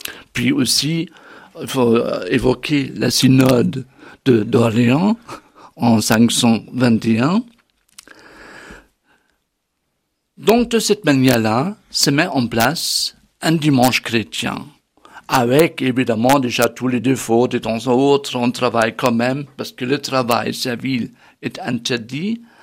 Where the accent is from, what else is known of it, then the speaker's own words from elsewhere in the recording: Bavaria, Germany; born there; accent: Bavarian; French is a second language; moved away; je suis d'origine bavaroise, ce qui explique aussi mon accent